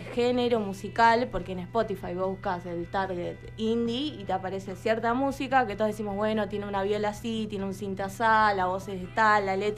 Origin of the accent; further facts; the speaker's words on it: Ushuaia, Tierra del Fuego, Argentina; now in La Plata, Argentina; yo, por ejemplo, no soy de La Plata, yo soy de Ushuaia. Nunca fui a un recital en Ushuaia, chicos. Mi primer recital fue acá